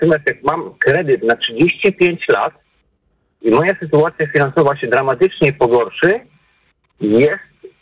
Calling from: Gorzów Wielkopolski, Lubusz Voivodeship, Poland; Ja mieszkam w Gorzowie Wielkopolskim

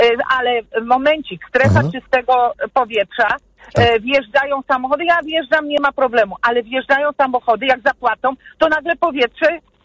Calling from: Kraków, Lesser Poland, Poland; Ja jestem krakowianką

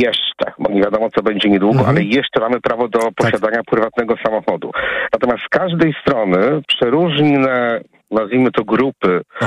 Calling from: Warsaw, Masovian Voivodeship, Poland; akurat ja dzwonię z Warszawy

